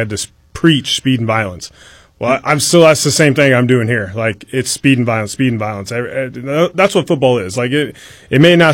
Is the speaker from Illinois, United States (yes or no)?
yes; Auburn, Illinois, United States; from Auburn